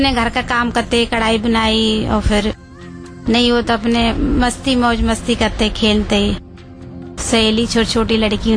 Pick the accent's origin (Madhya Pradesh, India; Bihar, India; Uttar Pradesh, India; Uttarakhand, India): Uttar Pradesh, India; Bachheli; गांव तो जिला बदायूं है, नाम गांव का बछेली।